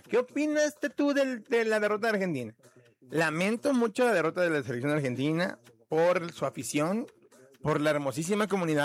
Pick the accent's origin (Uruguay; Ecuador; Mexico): Mexico